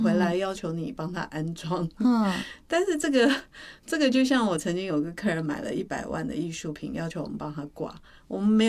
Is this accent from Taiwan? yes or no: yes; Taiwan; 我们台湾这边